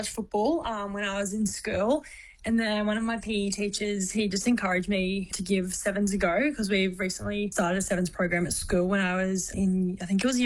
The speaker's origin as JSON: {"language": "English", "town": "Roma", "region": "Queensland", "country": "Australia", "tie": "born or raised there", "moved": "as an adult", "lives_now": "Sunshine Coast, Australia", "said": "Yeah, so I've been in Roma, well, I was in Roma my whole life until the start of 2025 when I moved to the Sunny Coast. So I did prep to year 12 out in Roma. Mum and Dad are out in Roma still."}